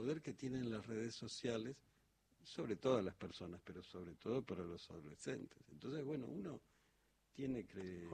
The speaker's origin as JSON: {"language": "Spanish", "country": "Argentina", "said": "y yo soy re argentino, y digo, bueno, este país ha recibido históricamente"}